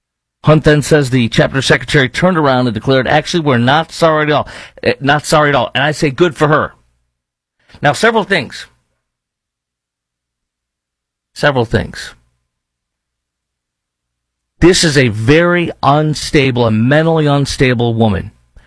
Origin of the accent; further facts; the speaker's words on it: Illinois, United States; Growing up in Illinois, I learned that battery is any, I was a criminal justice major for a while, battery is any unwanted touching in the state of Illinois.